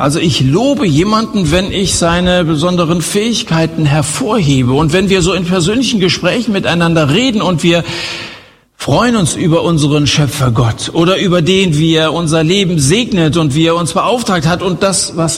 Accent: Hesse, Germany

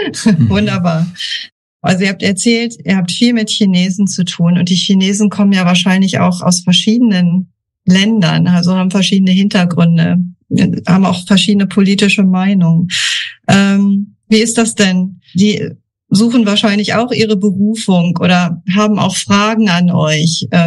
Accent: Germany; wir als Deutsche

